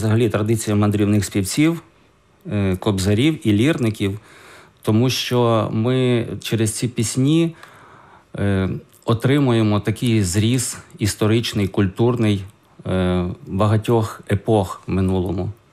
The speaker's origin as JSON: {"language": "Ukrainian", "town": "Kovel", "region": "Volyn Oblast", "country": "Ukraine", "tie": "born there", "said": "я народився в Ковелі. І Коваль – це було таке місто, куди приходили якраз лірники."}